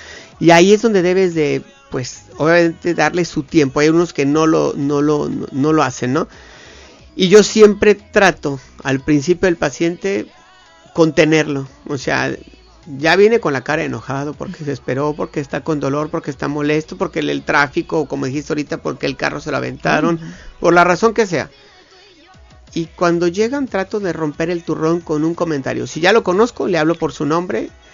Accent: Puerto Vallarta, Jalisco, Mexico; born there; moved away as an adult; also born or lived in Monterrey; yo soy de Vallarta, nacido en Vallarta.

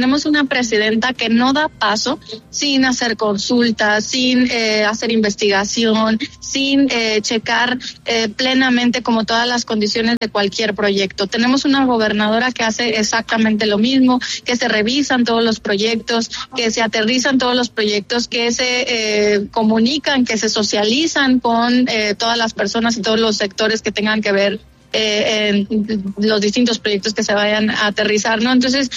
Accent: Mexico

